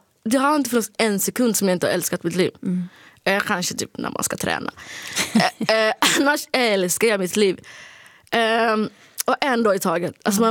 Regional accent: Sweden; accent: Standard Swedish; Jag tycker att jag alltid låter, jag tycker att jag pratar rikssvenska liksom.

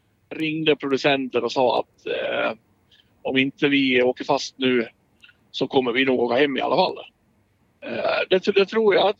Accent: Borlänge, Dalarna County, Sweden; Det är väl inte så många som bryr sig hemma i Borlänge liksom.

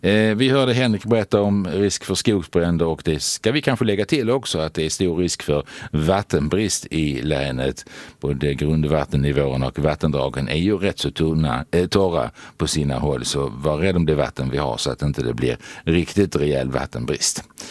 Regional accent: Malmö, Skåne, Sweden; born or raised there

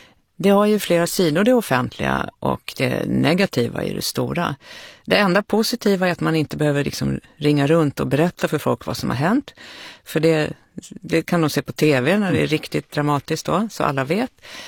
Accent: Danderyd, Stockholm County, Sweden; born there; also born or lived in Skärholmen / abroad; Jag är född i Skärholmen, har bott utomlands och kommer till Djursholm när jag är 10 år.

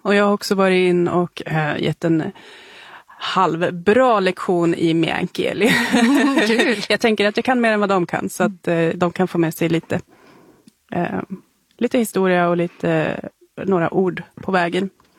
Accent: Norrbotten County, Sweden; Vi är ju uppvuxna i Tornedalen med den kultur och vi har omgivits av språket.

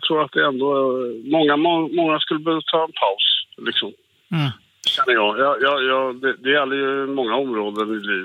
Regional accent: Stockholm, Stockholm County, Sweden; now in Västervik, Sweden; Jag är själv från Stockholm.

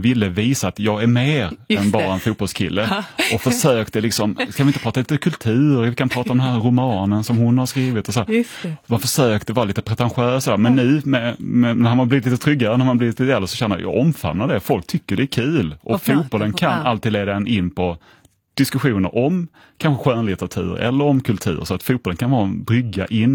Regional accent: Sweden; som en europé och som en svensk

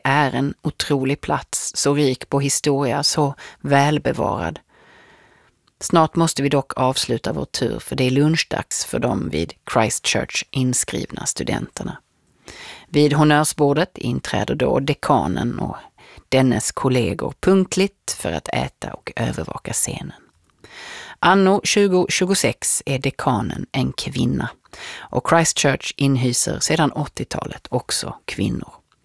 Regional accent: Lund, Skåne, Sweden; Jag är från Lund själv och van vid den sortens inhemska lite studentikosa traditioner

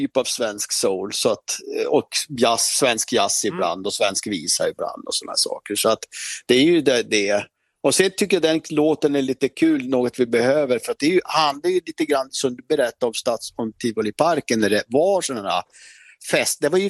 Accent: Piteå, Norrbotten County, Sweden; Jag kommer ju från Piteå

